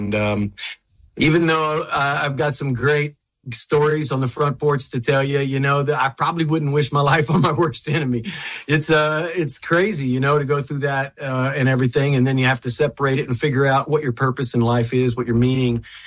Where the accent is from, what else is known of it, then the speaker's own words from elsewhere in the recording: United States; that shows you the pride of being an American and proud to be born and raised here.